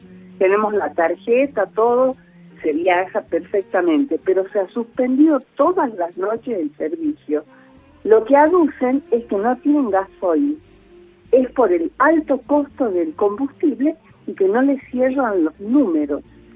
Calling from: Salta, Argentina; Yo hablo desde Salta Capital.

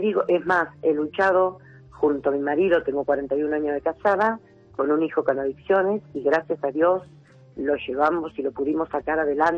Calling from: Junín, Buenos Aires Province, Argentina; de Junín.

